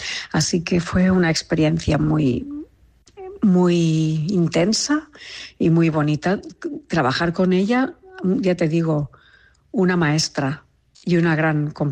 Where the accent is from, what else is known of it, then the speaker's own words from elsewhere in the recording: Catalonia, Spain; porque soy catalana